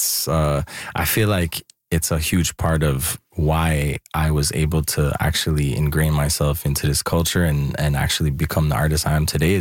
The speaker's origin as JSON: {"language": "English", "town": "Montreal", "region": "Quebec", "country": "Canada", "tie": "born or raised there", "said": "born and raised right on Workman and DeLille, right by Vinette Park."}